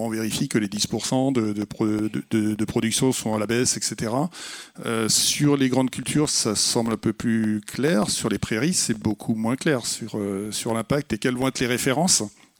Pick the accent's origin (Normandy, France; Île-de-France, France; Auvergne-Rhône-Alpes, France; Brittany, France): Normandy, France; je suis normand